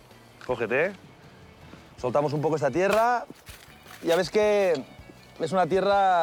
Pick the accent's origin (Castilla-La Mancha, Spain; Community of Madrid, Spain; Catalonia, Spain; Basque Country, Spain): Catalonia, Spain